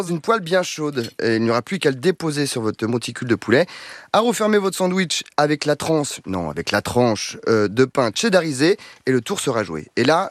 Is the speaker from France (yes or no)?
yes; France; on est des Français, on n'a pas forcément du bacon dans son frigo